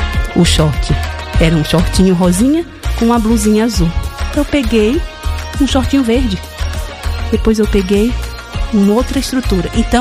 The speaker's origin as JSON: {"language": "Portuguese", "region": "Northeast Region", "country": "Brazil", "said": "E eu sou nordestina? É!"}